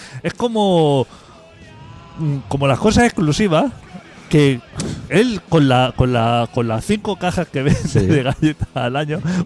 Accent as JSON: {"language": "Spanish", "region": "Catalonia", "country": "Spain", "said": "como somos los catalanes"}